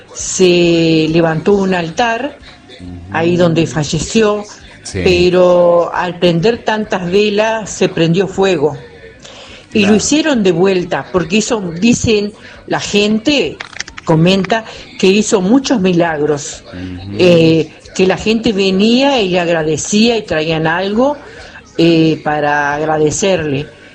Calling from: Entre Ríos, Argentina; yo soy de Entre Ríos

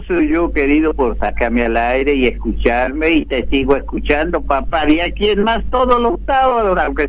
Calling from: Santiago del Estero, Argentina; yo soy santiagueño

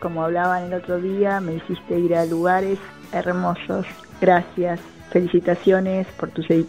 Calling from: Caseros, Buenos Aires Province, Argentina

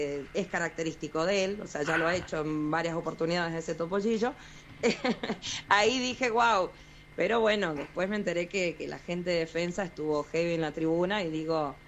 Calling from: Rivadavia, San Juan, Argentina; Somos de Rivadavia.

